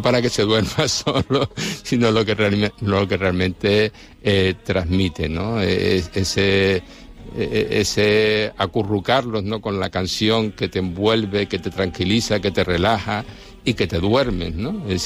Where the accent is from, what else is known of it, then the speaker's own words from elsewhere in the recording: Canary Islands, Spain; Soy canario y yo pienso ahora mismo que nuestra identidad como canario se está perdiendo.